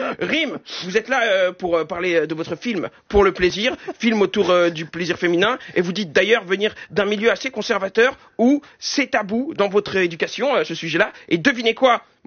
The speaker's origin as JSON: {"language": "French", "country": "Algeria", "said": "Je suis algérien"}